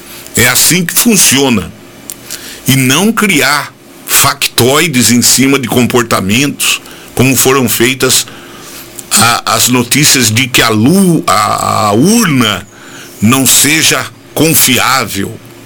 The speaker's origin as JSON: {"language": "Portuguese", "country": "Brazil", "said": "Nós somos brasileiros e é aqui que é o nosso lugar."}